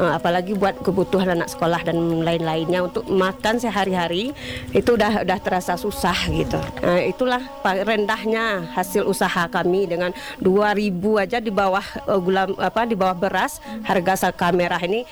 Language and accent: Indonesian; West Sumatra, Indonesia; Boleh dibilang dari kecil, dari bayi kami dibesarkan di Pondok Kilangan ini.